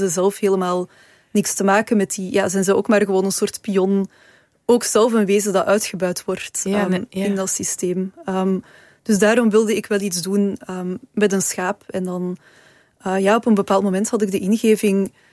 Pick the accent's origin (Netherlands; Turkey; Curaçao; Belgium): Belgium; Mechelen, Flanders; Ik ben opgegroeid in Mechelen. We woonden... aan een kanaal.